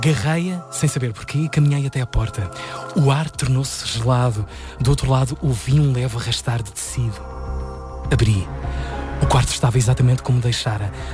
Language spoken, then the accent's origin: Portuguese; Azores, Portugal; Vim dos Açores, está tudo mais ou menos explicado.